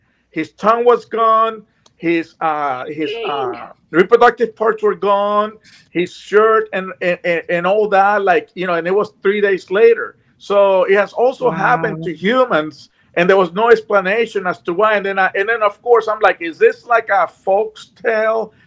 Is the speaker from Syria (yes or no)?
no; Puerto Rico; moved away; I grew up in Puerto Rico and I grew up in a farm. And we used to have cows.